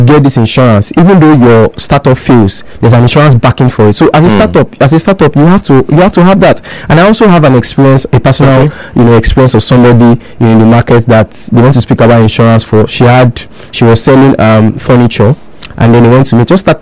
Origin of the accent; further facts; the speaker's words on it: Nigeria; I'm also a Nigerian.